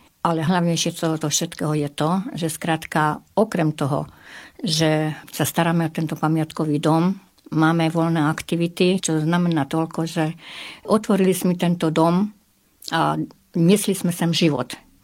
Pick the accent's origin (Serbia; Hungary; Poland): Hungary; Oroszlány, Komárom-Esztergom; u nás v Oroslani boli zaužívané krupicové šulance.